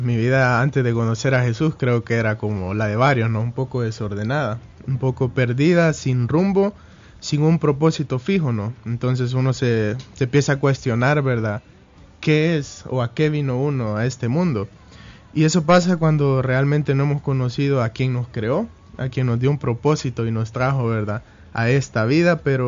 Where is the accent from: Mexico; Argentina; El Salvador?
El Salvador; yo soy un joven, no tan joven como tú, ¿verdad? Pero soy salvadoreño